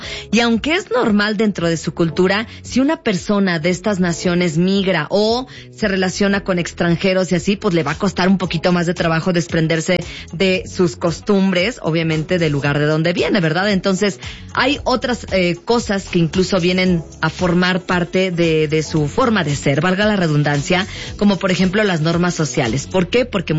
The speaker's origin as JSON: {"language": "Spanish", "country": "Mexico", "said": "los mexicanos somos diferentes"}